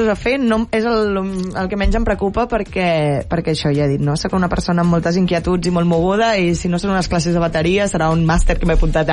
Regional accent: Catalonia, Spain; com a bona catalana.

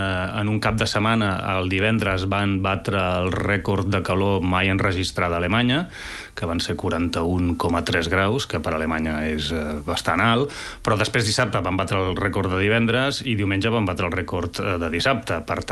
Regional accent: Catalonia, Spain; moved away as an adult; now in Berlin, Germany

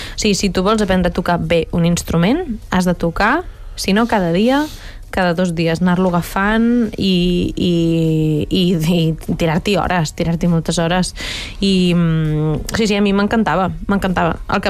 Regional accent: Valls, Catalonia, Spain; born or raised there

